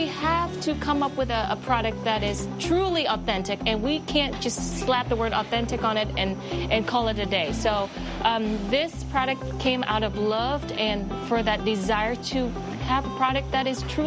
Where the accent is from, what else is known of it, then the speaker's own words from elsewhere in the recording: Vietnam; I'm from Vietnam. Growing up, my mom, she always made authentic pho at home.